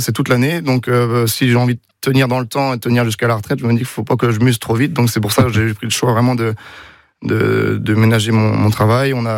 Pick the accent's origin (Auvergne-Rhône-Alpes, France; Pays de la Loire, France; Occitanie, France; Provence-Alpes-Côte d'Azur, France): Pays de la Loire, France; Saint-Berthevin; moi, je suis pas fils d'agriculteur. Donc, moi, j'ai grandi à Saint-Vertevin, auprès de Laval. J'ai fait toutes mes études au Collège Sainte-Thérèse, ensuite au lycée agricole Agricampus de Laval.